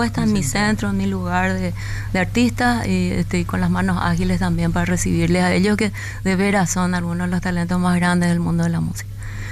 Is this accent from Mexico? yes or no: no; Paraguay; moved away; Al público de mi tierra